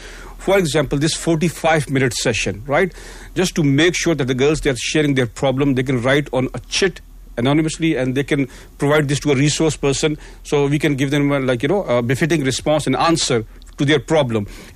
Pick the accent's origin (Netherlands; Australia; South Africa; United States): South Africa; us as South African